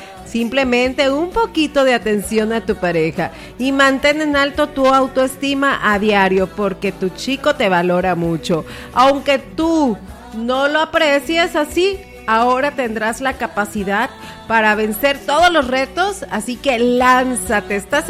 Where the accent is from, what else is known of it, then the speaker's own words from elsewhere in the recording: Mexico; así como tú, yo, nosotros, todos somos mexicanos